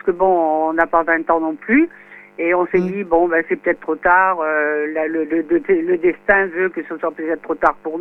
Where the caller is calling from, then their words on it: Bordeaux, Nouvelle-Aquitaine, France; Oui, bonjour Caroline. Voilà, donc … de Bordeaux.